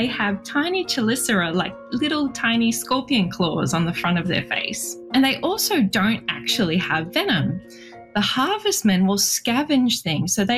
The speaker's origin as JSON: {"language": "English", "region": "Queensland", "country": "Australia", "tie": "born or raised there", "said": "So me, growing up in Queensland, daddy long legs are spiders."}